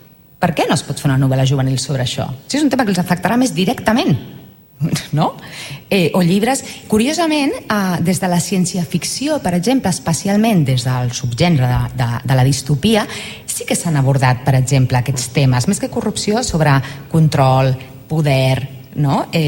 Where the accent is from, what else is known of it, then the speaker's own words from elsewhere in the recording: Santa Perpètua de Mogoda, Catalonia, Spain; Jo que sóc de Santa Perpètua de la Moguda, un poblet al costat de Sabadell, home, doncs no m'hi sentia representada en aquest sentit.